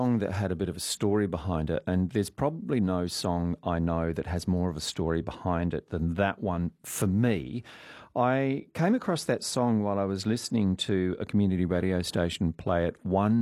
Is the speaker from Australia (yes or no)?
yes; Stoneville, Western Australia, Australia; also born or lived in England; I was born in England. We came out to Australia in 1968. I was nearly 3 years old. We stayed initially at the migrant camp, the migrant hostel in Perth, and then we built a house in Stoneville. So I grew up mostly in the hills